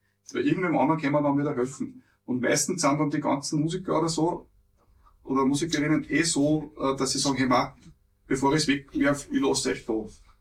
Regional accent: Austria

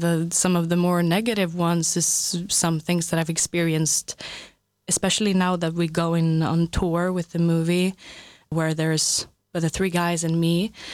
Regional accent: Stockholm, Stockholm County, Sweden; English is a second language; compared to Stockholm, which is my hometown or home city, it's a bit impersonal, I would say, Stockholm, compared to Trieste

